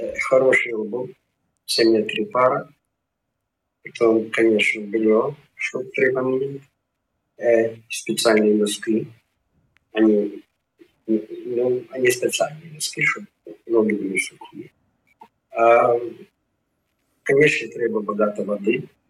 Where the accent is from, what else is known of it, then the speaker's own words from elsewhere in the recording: Latvia; Я як сам з Латвії